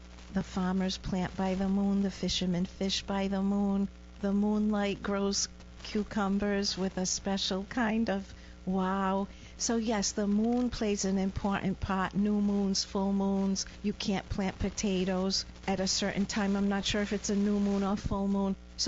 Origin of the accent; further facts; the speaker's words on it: Cranston, Rhode Island, United States; In Cranston, Rhode Island.